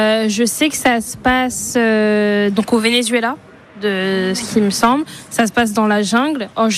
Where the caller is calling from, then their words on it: Tours, Centre-Val de Loire, France; je viens de Tours.